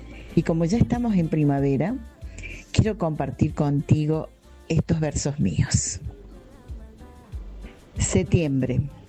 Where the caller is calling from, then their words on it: Villa Dolores, Córdoba, Argentina; de Villa Dolores.